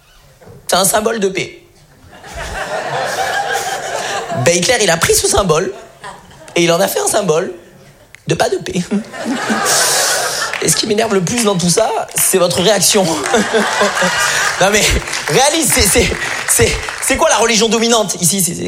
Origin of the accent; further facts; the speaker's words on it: France; born there; also born or lived in Germany; je suis né en Allemagne, voilà. Et là-bas, tu peux choisir entre le nom du père et le nom de la mère. Ma mère, française, elle savait que j'allais être éduquée en France.